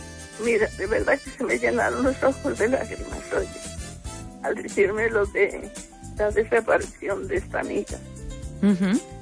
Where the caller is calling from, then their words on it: Ourense, Galicia, Spain; de Orense